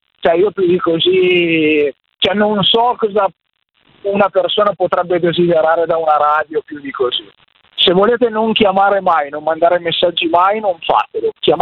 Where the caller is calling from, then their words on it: Codogno, Lombardy, Italy; Sono di Codogno.